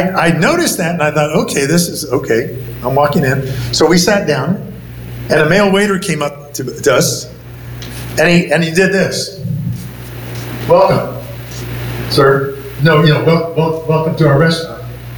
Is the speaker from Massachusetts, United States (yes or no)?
no; Michigan, United States; You know, I grew up in Michigan.